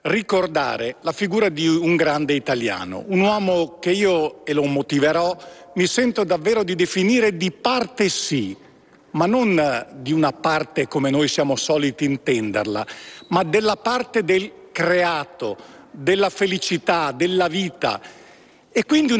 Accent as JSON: {"language": "Italian", "region": "Trentino-Alto Adige", "country": "Italy", "said": "con la mia terra d'origine, il Trentino"}